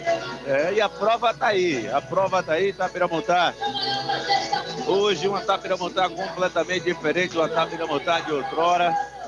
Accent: Brazil

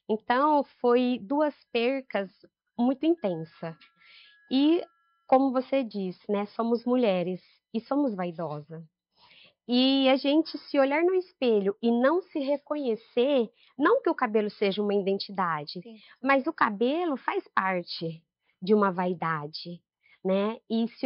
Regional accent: Barretos, São Paulo, Brazil; tenho 43 anos, sou daqui de Barretos mesmo.

